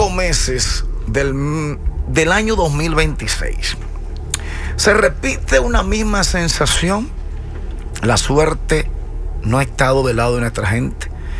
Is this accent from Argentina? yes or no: no; New York City, New York, United States; Bueno, somos nosotros los neoyorquinos